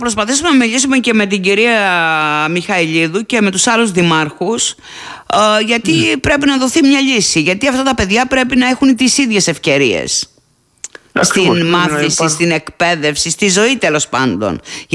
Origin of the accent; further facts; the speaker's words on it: Crete, Greece; μου θυμίζει πολύ έντονα την πατρίδα μου, την Κρήτη.